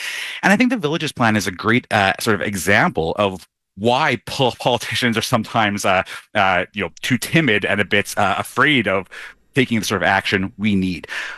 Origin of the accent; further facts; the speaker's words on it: Vancouver, British Columbia, Canada; Look, I grew up in Vancouver. I'm in my mid-40s now